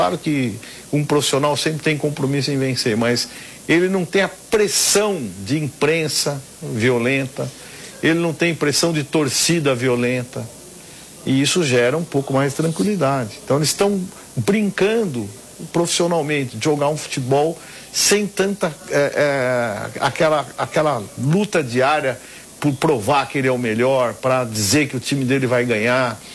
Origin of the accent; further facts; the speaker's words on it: Brazil